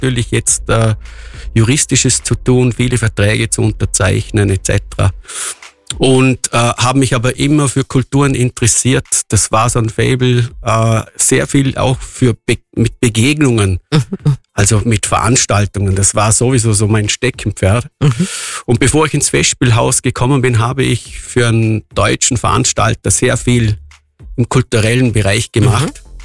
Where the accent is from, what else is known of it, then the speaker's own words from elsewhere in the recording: Bregenz, Vorarlberg, Austria; ich bin gebürtiger Bregenzer mit ganz unterschiedlichen Wurzeln. Also mein Großvater väterlicherseits kommt aus Ravensburg oder kam aus Ravensburg.